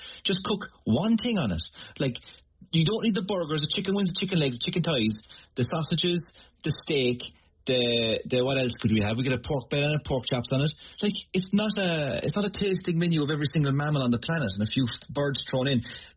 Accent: Ireland; You have this, as an Irish person, or any person living in Ireland, you have this crippling stress when you see sunshine

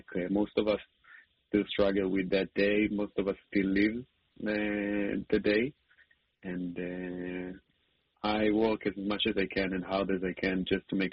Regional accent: Holon, Tel Aviv District, Israel; Holon, my hometown.

